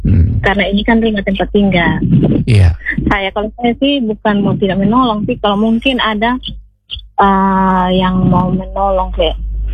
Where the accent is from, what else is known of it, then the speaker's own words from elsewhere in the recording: East Nusa Tenggara, Indonesia; kita orang NTT